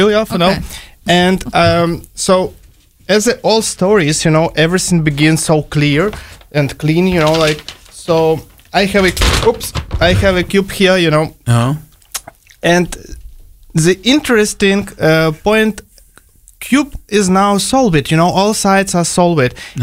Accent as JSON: {"language": "English", "country": "Ukraine", "second_language": "English", "said": "So, yeah, I'm from Ukraine, you know, like, and I was as a kid always loved in the puzzles, you know, like I'm so wonder like how everything work around"}